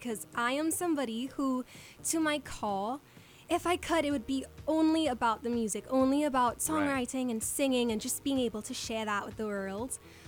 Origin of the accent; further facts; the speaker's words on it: Trinidad & Tobago; I'm pop, but I'm from Trinidad.